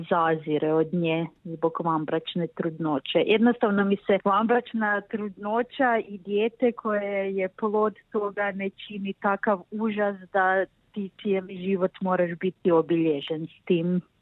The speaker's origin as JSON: {"language": "Croatian", "region": "Podravina", "country": "Croatia", "tie": "born or raised there"}